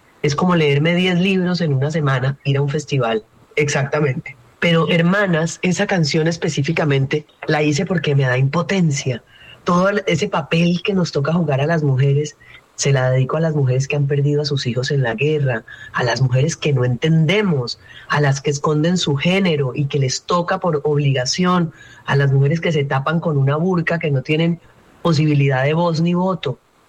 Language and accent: Spanish; Ginebra, Valle del Cauca, Colombia; Las dos somos caleñas, vallecaucanas. Ella es caleña, yo soy de Ginebra.